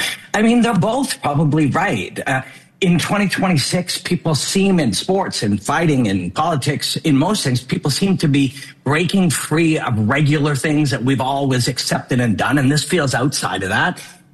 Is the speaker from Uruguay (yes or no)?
no; Canada; I mean, I'm Canadian.